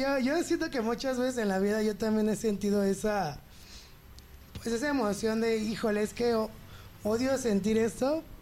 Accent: Ecatepec, State of Mexico, Mexico; now in Mexico City, Mexico; vivir en Querétaro y luego llegar a CDMX, yo que vengo de Catepec

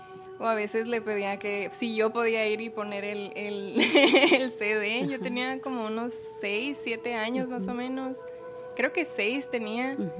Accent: San Luis Río Colorado, Sonora, Mexico; moved away as an adult; now in Mexicali, Mexico; Yo soy originaria de San Luis, Río Colorado

